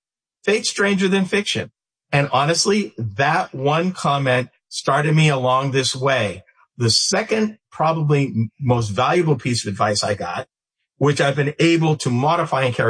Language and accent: English; New England, United States; I grew up in New England.